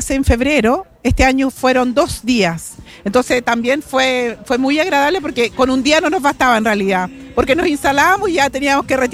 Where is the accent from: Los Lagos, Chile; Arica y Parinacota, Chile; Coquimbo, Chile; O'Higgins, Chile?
Coquimbo, Chile; Rapel; De Rapel, al interior de Montepatria, a 56 kilómetros de Ovalle.